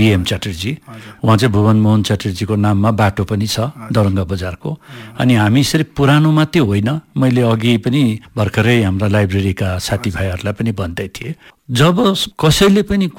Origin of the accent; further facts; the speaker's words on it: Darjeeling, West Bengal, India; first language Bengali; Nepali is a second language; हामी भले गोर्खा होइनौँ होला तर पहाडमा हुर्केको जन्मेको जन्मस्थान मेरो जन्मथलो दार्जिलिङले गर्दाखेरि म दार्जिलिङलाई नै मेरो आफ्नो प्राणभन्दा ज्यादा माया गर्छौँ।